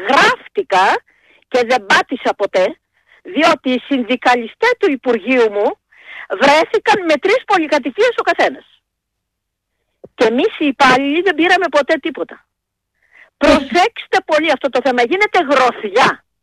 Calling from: Western Greece, Greece; Έτσι, είχαμε καπνά. Είχαμε σιτάρια, είχαμε διάφορα. Κατάγομαι από την Ετωλακαρνανία. Ξέρω τη μαύρη ζωή του αγρότη, μην νομίζετε.

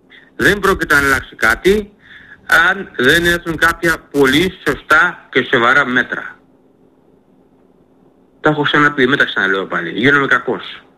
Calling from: Greece

